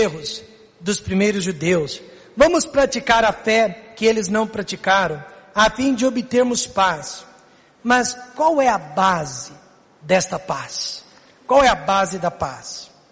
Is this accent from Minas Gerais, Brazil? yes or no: no; Ribeirão Preto, São Paulo, Brazil; born there; moved away as an adult; now in Goiânia, Brazil; no meu caso, Igreja Batista Independente de Ribeirão Preto. Igreja onde eu cresci